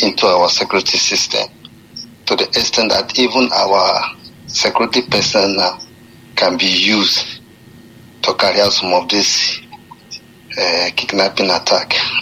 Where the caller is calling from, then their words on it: Dubai, United Arab Emirates; I'm calling from United Arab Emirates, Dubai.